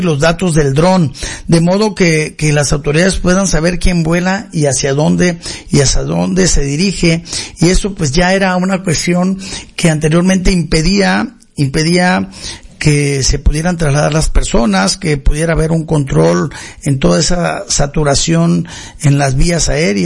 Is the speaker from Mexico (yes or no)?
yes; Mexico; Y nosotros como mexicanos, ¿cuál es nuestra expectativa en este segmento, en este sector?